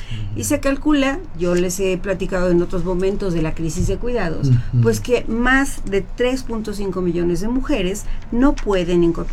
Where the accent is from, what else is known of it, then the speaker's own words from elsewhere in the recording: Mexico; para todos los mexicanos es como muy claro que somos muchos mexicanas y mexicanos, que todavía fuimos una generación en donde nuestras familias fueron numerosas.